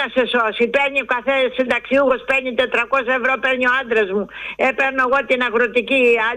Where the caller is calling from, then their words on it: Andros, South Aegean, Greece; από την Άνδρο.